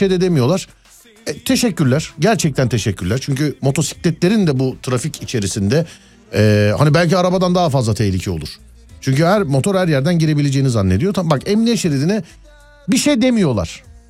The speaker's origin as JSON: {"language": "Turkish", "region": "Istanbul", "country": "Turkey", "said": "Ama İstanbulluyum yani bak görüyor musun?"}